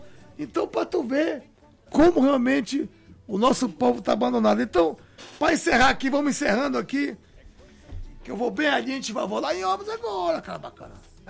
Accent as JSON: {"language": "Portuguese", "town": "Oriximiná", "region": "Pará", "country": "Brazil", "said": "nós somos fruto do interior, nós somos interiorano, nós somos ribeirinho."}